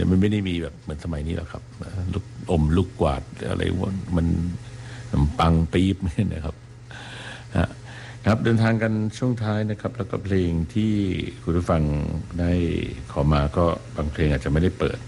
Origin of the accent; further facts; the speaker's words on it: Bangkok, Thailand; ก็ตอนไปอยู่กันกับน้องสาวซึ่งเราก็เป็นเด็กกรุงเทพนะฮะที่มีไฟฟ้าแล้วก็มีโทรทัศน์ดู